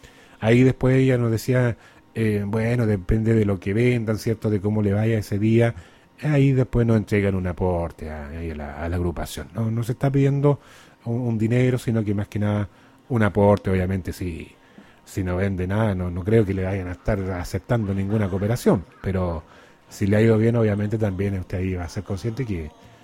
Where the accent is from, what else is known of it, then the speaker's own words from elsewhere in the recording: Chile; Chile mío, oiga, nos acompaña Chome a esta hora y qué linda es mi tierra, quiero mi tierra